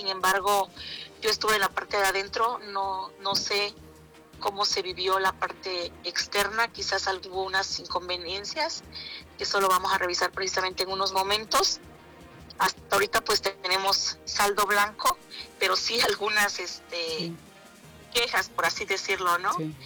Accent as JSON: {"language": "Spanish", "region": "Oaxaca", "country": "Mexico", "said": "como oaxaqueños no nos permitimos disfrutar de lo nuestro"}